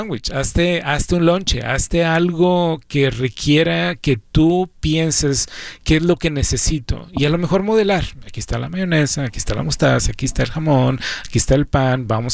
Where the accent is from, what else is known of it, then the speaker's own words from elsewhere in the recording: Mexico; now in United States; yo soy de México